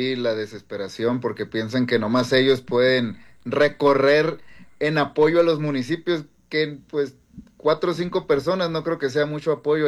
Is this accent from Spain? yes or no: no; Sonora, Mexico; como sonorense, se los digo